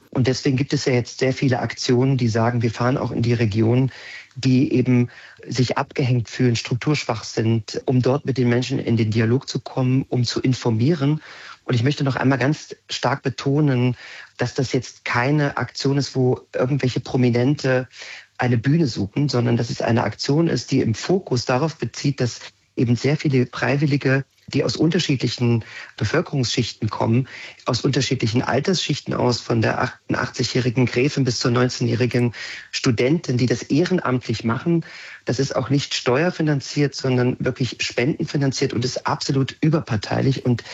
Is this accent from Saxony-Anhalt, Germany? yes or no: yes; Magdeburg, Saxony-Anhalt, Germany; habe ich plötzlich auf meine Heimatstadt zurückgeblickt und habe so gemerkt, wie sehr mir diese Stadt eigentlich ans Herz gewachsen ist